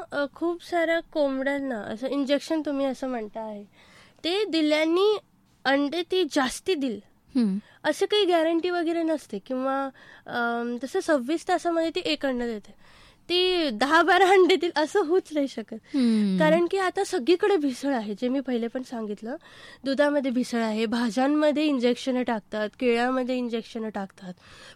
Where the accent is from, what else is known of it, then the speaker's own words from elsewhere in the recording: Nagpur, Maharashtra, India; moved away as an adult; now in Ahmednagar, India; मी नागपूरची आहे